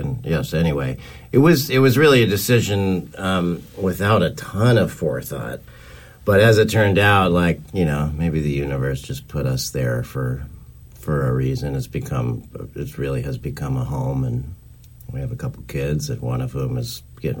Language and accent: English; the West, United States; moved away; also born or lived in North Carolina; I grew up out in the West.